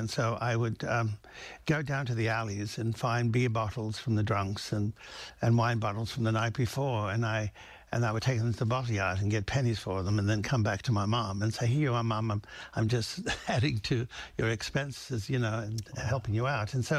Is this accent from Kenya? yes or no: no; Australia; now in United States; all those things that I didn't see while I was growing up in Australia. And so I made it my desire that one day I would find my way to America.